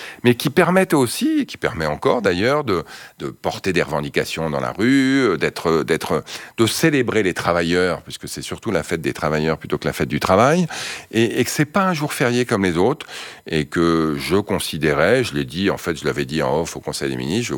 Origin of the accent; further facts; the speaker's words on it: Montreuil, Île-de-France, France; Et moi, j'ai grandi à Montreuil, dans le 93, en Seine-Saint-Denis, dans un HLM.